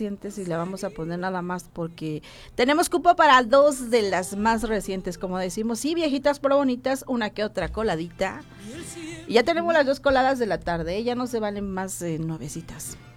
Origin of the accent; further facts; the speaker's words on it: Oaxaca, Mexico; Somos del estado de Oaxaca, sí, amigo.